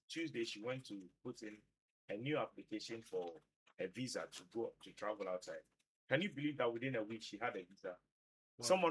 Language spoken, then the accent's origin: English; Tamale, Northern Region, Ghana; And the lady came all the way from the north. I'm from Tamale.